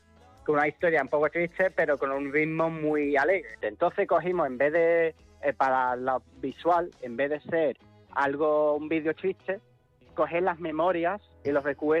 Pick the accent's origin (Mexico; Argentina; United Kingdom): United Kingdom; England; now in Huelva, Spain; Bueno, realmente norteamericano no soy inglés.